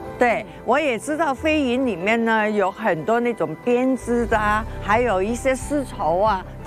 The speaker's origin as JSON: {"language": "Chinese", "region": "Shandong", "country": "China", "tie": "born or raised there", "moved": "yes", "said": "其实呢我是山东的"}